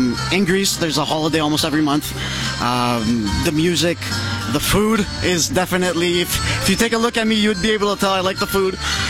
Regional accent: Toronto, Ontario, Canada; Growing up in Toronto, where we're a big population

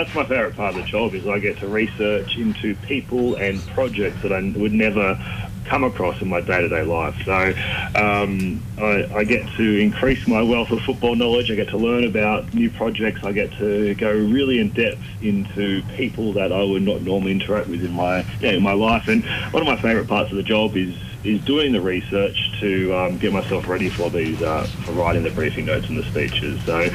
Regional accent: Doubtful Creek, New South Wales, Australia; now in Summer Hill, Australia; I grew up on a farm called Integrity Farms. It's based in Doubtful Creek, which is between two towns called Kyogle and Casino.

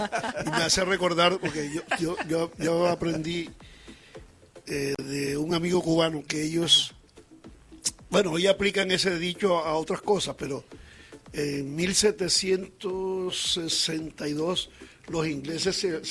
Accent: Barranquilla, Atlántico, Colombia; born there; also born or lived in Campo de la Cruz, Colombia; como yo no pude terminar la primaria aquí en Barranquilla, sino en Campo de la Cruz

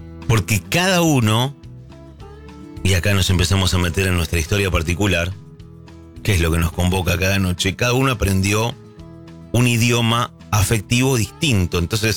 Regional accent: Argentina; como la nuestra, como la argentina, que somos bastante demostrativos.

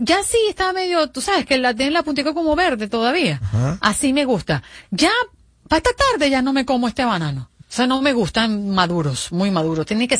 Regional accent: Venezuela; now in Mexico; nosotros le decimos cambur en Venezuela.

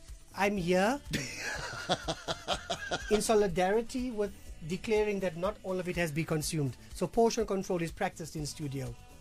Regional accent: South Africa; grew up in Kasi.

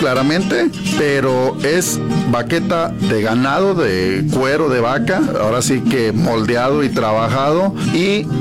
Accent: Jalisco, Mexico; Sí, fíjate que nosotros ahora sí que somos jaliscienses, eso sí, que sea...

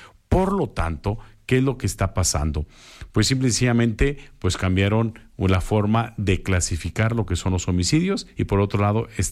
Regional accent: Aguascalientes, Mexico; lo que nos puede afectar a nosotros como mexicanos y sobre todo como aguascalentenses

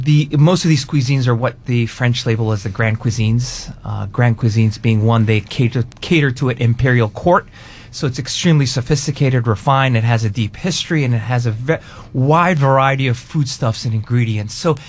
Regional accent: Japan; One, I grew up in Japan. I'm ethnically Afghan.

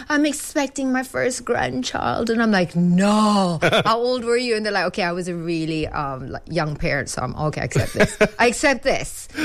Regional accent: Shah Alam, Selangor, Malaysia; also born or lived in Ireland / Sungai Buloh / Petaling Jaya; So even though I was born in Ireland, but I was raised here in Malaysia. Mm. So I was raised in Shah Alam, in Sungai Buloh. Mm-hmm. I was raised in PJ.

